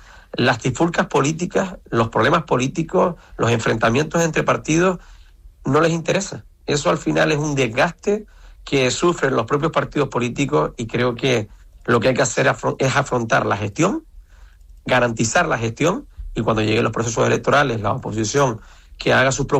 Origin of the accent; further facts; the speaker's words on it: Fuerteventura, Canary Islands, Spain; en mi tierra, en la tierra de Majorera